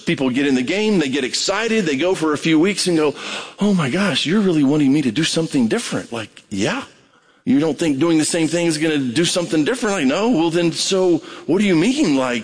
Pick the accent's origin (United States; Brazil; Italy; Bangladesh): Brazil; moved away; I grew up in Brazil